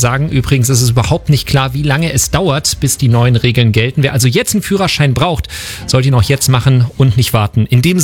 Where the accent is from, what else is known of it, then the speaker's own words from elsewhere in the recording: Gifhorn district, Lower Saxony, Germany; Wir kommen aus derselben Ecke.